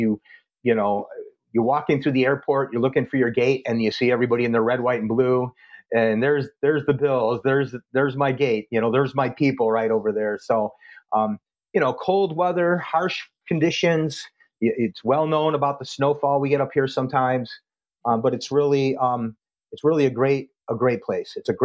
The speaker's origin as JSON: {"language": "English", "town": "Buffalo", "region": "New York", "country": "United States", "tie": "born or raised there", "said": "But there's disadvantages to growing up in Western New York. And when I'm pumping gas in February, I ask, you know, God, why did my parents move me here to this climate?"}